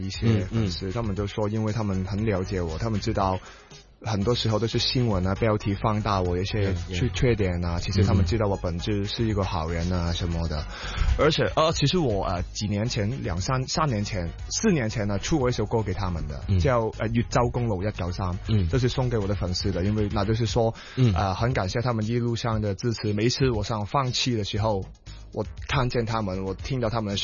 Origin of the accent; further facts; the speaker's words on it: Hong Kong; born there; moved away; also born or lived in United Kingdom; 对，我以前小时候在我去英国读书之前，我在香港是打南华的。